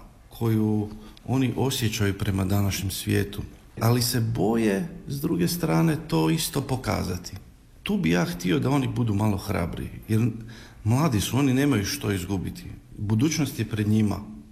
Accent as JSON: {"language": "Croatian", "town": "Skopje", "country": "North Macedonia", "tie": "born or raised there", "moved": "yes", "said": "ja sam odrastao u Skopju, u obitelji janjevačkih Hrvata."}